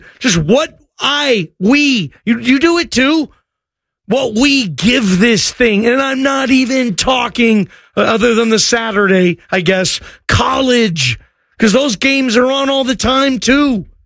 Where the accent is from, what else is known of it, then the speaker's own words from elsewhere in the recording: Seattle, Washington, United States; I'm from Seattle, if you don't listen very often. I'm from that area. I actually grew up, my parents' house where I grew up is, like, I could walk to that facility you see